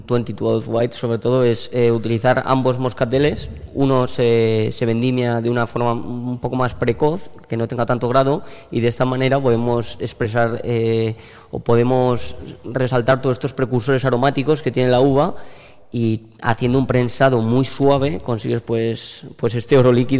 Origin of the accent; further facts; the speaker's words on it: La Rioja, Spain; moved away as an adult; now in Mallorca, Spain; yo soy de La Rioja, soy riojano.